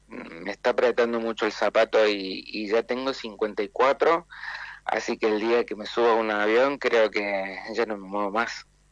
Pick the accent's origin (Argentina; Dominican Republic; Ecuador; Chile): Argentina; now in Granada, Spain; Una vez salí de Argentina porque ya la situación ya no daba para más